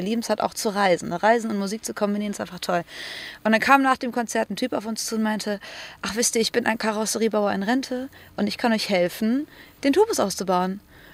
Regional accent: Cologne, North Rhine-Westphalia, Germany; Ich komme eigentlich aus Köln, er kommt aus Flensburg

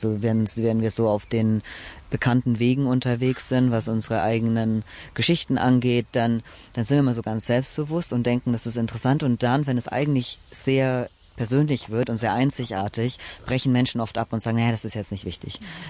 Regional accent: Germany; born or raised there

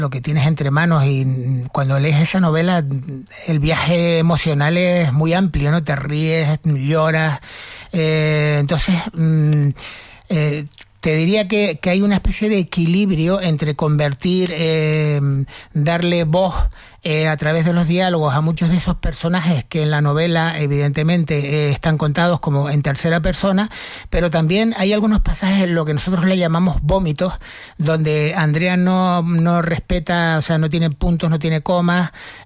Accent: Tejina, Canary Islands, Spain; yo, en mi pueblo, en Tejina, en el que nací

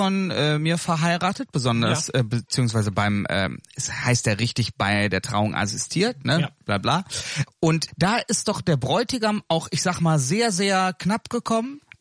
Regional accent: Germany

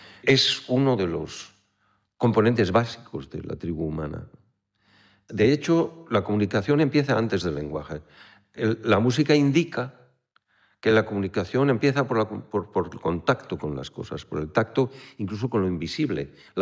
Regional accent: Zaragoza, Aragon, Spain; born there; first language Spanish; Yo nací aquí en las calles de Zaragoza

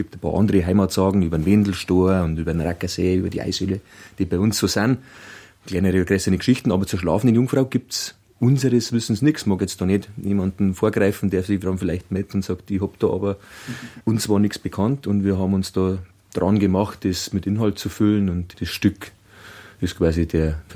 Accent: Bavaria, Germany; weil ich geboren und aufgewachsen in Feimau

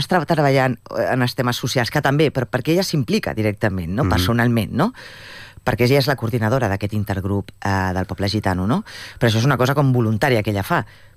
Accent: Catalonia, Spain; totes les persones que som catalans i que vivim a Catalunya

